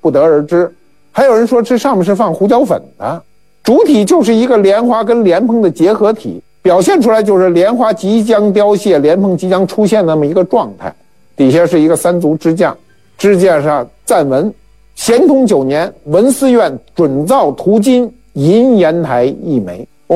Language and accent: Chinese; China